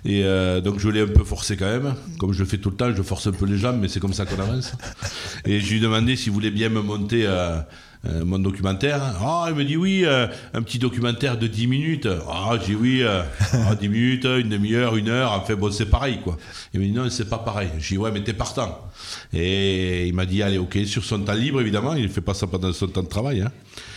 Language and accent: French; Saint-Gaudens, Occitanie, France; Alors moi je suis Comminges. Ouais. Je suis né à Saint-Gaudens. J'ai quasiment toujours vécu ici et voilà.